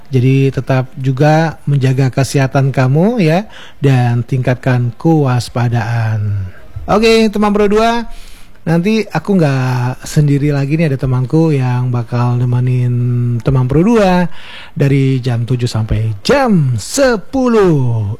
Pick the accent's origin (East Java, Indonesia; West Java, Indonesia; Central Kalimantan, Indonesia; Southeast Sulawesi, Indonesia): Central Kalimantan, Indonesia; Palangka Raya; kita sebagai warga Palangkaraya